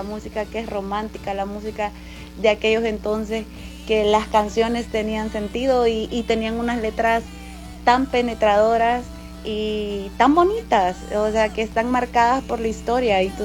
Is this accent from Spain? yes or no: no; El Salvador; a nosotros como artistas salvadoreños